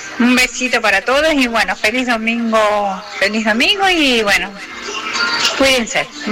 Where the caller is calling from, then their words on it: Villa Dolores, Córdoba, Argentina; de Villa Dolores. Bueno, acá se está queriendo nublar.